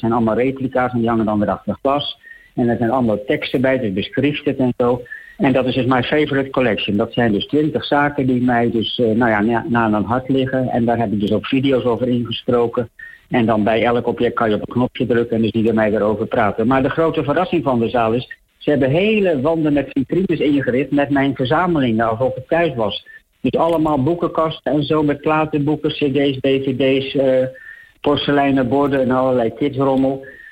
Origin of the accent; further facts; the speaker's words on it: Netherlands; Ik zeg, nou, ik kom uit Holland.